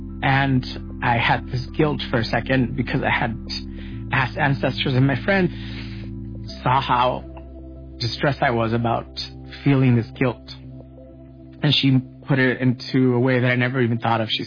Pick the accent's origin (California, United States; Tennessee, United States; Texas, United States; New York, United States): California, United States; Los Angeles; My parents are from Michoacán. My dad was from Saguayo. I was born in Los Angeles. I grew up in SGV in San Gabriel Valley.